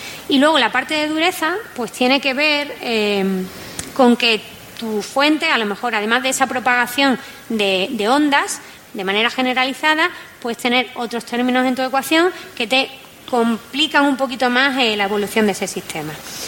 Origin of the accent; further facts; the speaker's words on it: Málaga, Andalusia, Spain; now in Valencia, Spain; Yo soy malagueña, estoy en Valencia.